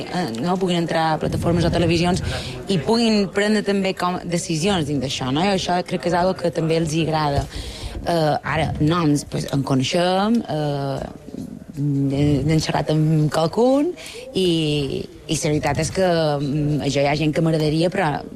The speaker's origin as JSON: {"language": "Catalan", "area": "Mallorca", "region": "Balearic Islands", "country": "Spain", "accent": "Mallorquí", "first_language": "Mallorquí (Catalan)", "said": "mallorquí, perquè és la meva llengua materna"}